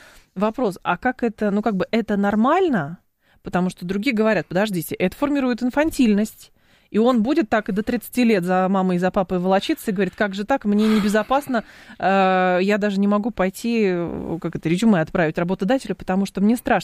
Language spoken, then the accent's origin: Russian; Lyubertsy, Moscow Oblast, Russia; Я из Люберец, я вообще